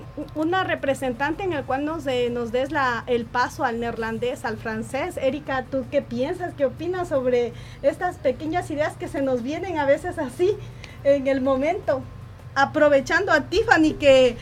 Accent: Ecuador; proyectos en los cuales nos podemos incluir como latinos, como ecuatorianos

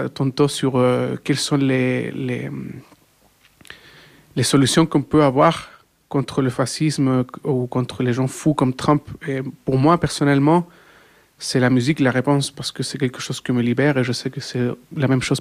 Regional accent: Chile; now in Brussels, Belgium; je suis latino-américain, je viens du Chili.

